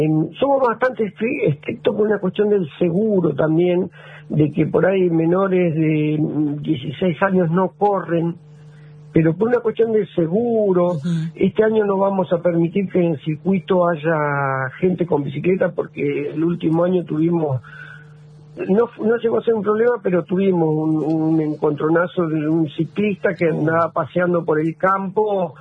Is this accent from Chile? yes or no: no; Villa Iris, Buenos Aires Province, Argentina; moved away as an adult; now in Bahía Blanca, Argentina; Hasta los 22 años viví en Villa Aire y me vine hace 42.